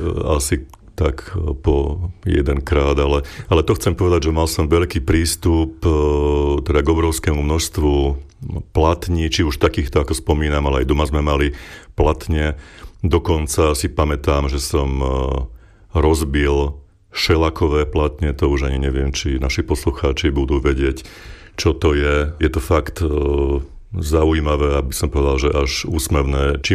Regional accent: Dolný Hričov, Žilina Region, Slovakia; now in Banská Bystrica, Slovakia; Vyrastal som v Dolnom Hričove.

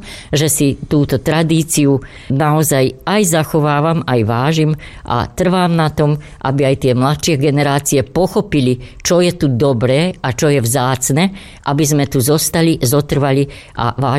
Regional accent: Bački Petrovec, Vojvodina, Serbia; No, predovšetkým som Petrovčanka od kosti, môžem povedať, a skutočne všetko, čo je petrovské, si veľmi vážim.

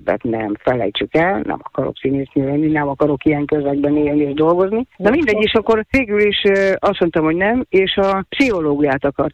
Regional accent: Budapest, Hungary; born there; én így születtem a 8 kerben.

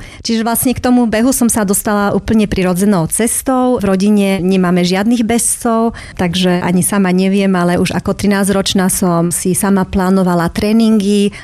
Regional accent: Košice, Košice Region, Slovakia; som rodačka z Košic. Žila som tu 21 rokov

